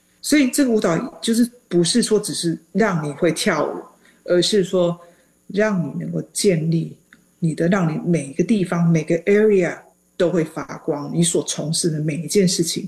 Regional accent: China; 尤其是你刚刚讲到说我们中国人是非常的 reserve

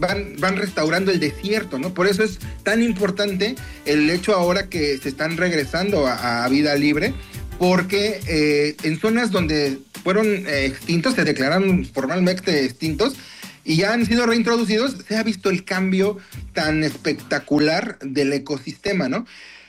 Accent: Mexico; De nosotros como mexicanos.

